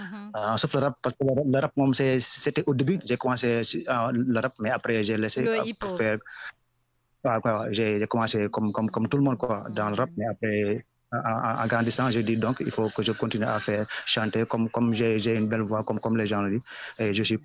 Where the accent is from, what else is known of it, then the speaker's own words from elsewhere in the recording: Thiès, Senegal; Je suis un artiste, chanteur. Je peux dire reggae man, world music, quoi. Je suis de Thiès, Sénégal. En même temps, je suis un artiste handicapé.